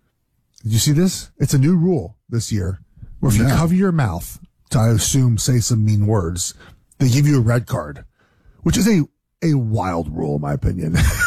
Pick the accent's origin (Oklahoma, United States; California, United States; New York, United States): California, United States; Los Angeles; Why I'm from Los Angeles. I don't live in LA anymore.